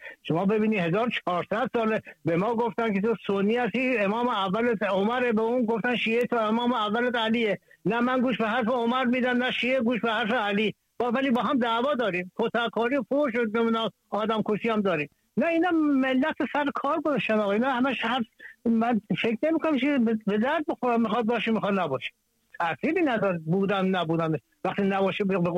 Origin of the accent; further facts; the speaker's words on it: Sistan and Baluchestan, Iran; چون من خودم تو بلوچستان بزرگ شدم